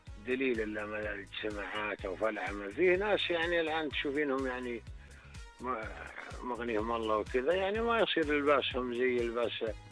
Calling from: Riyadh, Riyadh Province, Saudi Arabia; من الرياض طبعا.

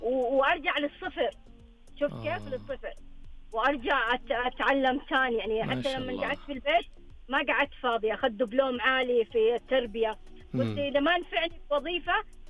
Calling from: Jeddah, Makkah Province, Saudi Arabia

